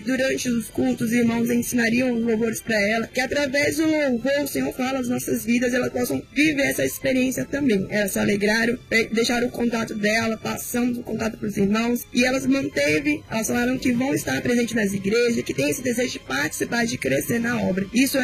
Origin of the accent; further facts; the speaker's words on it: São Paulo, Brazil; Isso, eu sou de São Paulo, do bairro de Sumaré